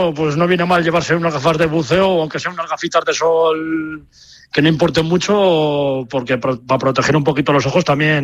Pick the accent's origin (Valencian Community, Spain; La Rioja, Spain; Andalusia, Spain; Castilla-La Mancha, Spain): La Rioja, Spain; Haro; los jarreros, ¿no? Que es el nombre que tenemos los que somos de aquí, de Haro, ¿no?